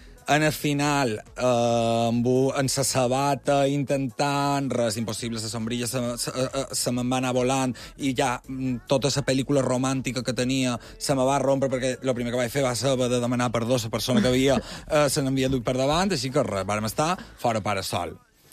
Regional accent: Balearic Islands, Spain; a mi com a mallorquí

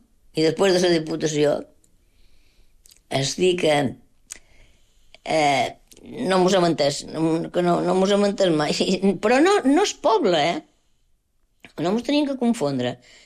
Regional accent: Balearic Islands, Spain; born there; Jo, de Menorca, jo he nascut a Menorca

